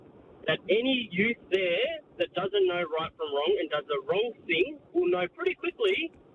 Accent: Timor-Leste; now in Victoria, Australia; I'm originally from East Timor, which has had its fair share of quote-unquote tough times.

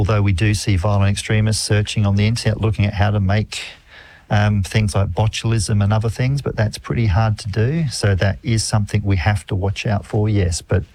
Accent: South Australia, Australia; also born or lived in England; I was from South Australia.

